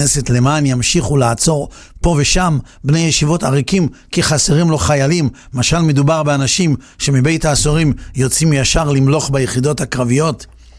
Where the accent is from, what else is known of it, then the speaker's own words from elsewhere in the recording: Netanya, Central District, Israel; ואני גדלתי בנתניה שהייתה בירת הכדורגל וכולנו שיחקנו כדורגל שהיינו ילדים.